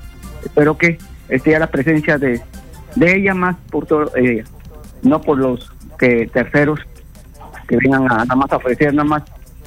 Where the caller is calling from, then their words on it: Piura, Peru; Yo soy piurano, pero tengo el distrito de 26 de octubre